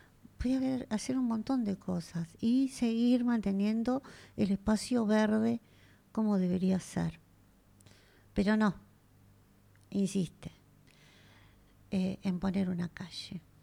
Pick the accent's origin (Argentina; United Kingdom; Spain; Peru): Argentina; Buenos Aires; ya que somos vecinos de Palermo